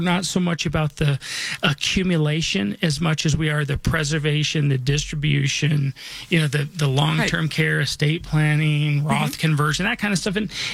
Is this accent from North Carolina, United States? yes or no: no; Colorado, United States; You know, I was born and raised here in Colorado. This is where I call home. This is where I'm raising my family.